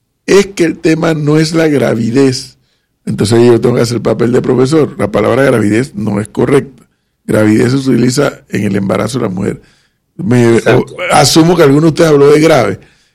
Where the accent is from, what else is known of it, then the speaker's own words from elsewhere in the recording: Panama; los panameños hemos tenido la visión de hacer del canal un buen negocio para el Estado.